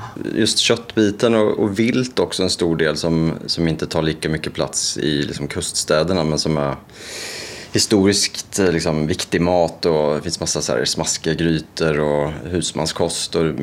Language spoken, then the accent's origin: Swedish; Norrköping, Östergötland, Sweden; now in Stockholm, Sweden; och jag bor i Stockholm men jag kommer från Norrköping från början.